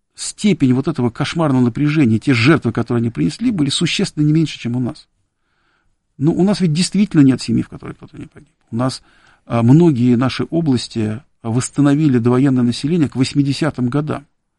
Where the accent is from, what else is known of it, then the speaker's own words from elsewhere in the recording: Abramtsevo, Moscow Oblast, Russia; у нас на даче, где мы выросли, была в Абрамцево, и мы довольно часто ездили тогдашний Загорск.